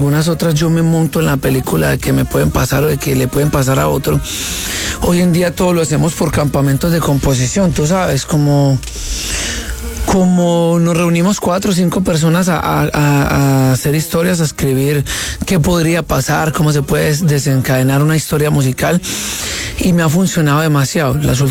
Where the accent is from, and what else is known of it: Colombia